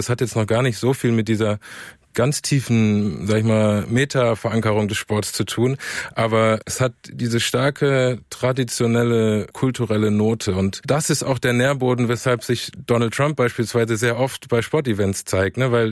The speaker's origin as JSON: {"language": "German", "town": "Pforzheim", "region": "Baden-Württemberg", "country": "Germany", "said": "also ich komme aus Pforzheim. Und Green Bay hat mich ein bisschen an Pforzheim erinnert."}